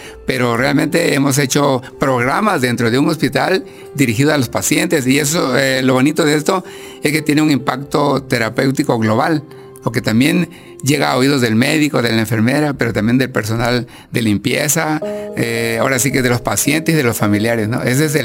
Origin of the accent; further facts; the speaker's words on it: Chiapas, Mexico; nuestras raíces, nuestro pueblo, nuestro Chiapas